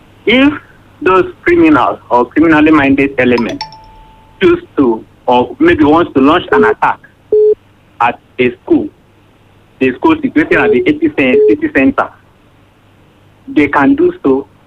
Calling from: Akure, Ondo, Nigeria; I'm calling from Akure.

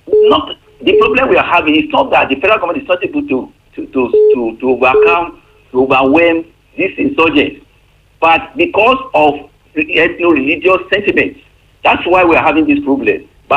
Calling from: Iwaroka, Nigeria; I'm calling from Iwaroka.

